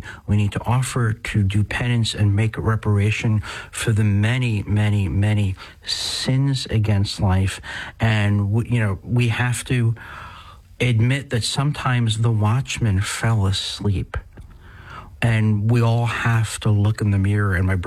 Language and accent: English; New Jersey, United States; accent: New Jersey; my New Jersey almost came out.